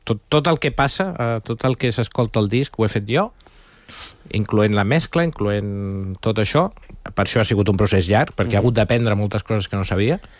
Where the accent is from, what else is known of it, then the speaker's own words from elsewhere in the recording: Catalonia, Spain; Jo estic a la casa de Terrassa, del Vallès Occidental, d'on soc, no de Terrassa, sí, del Vallès.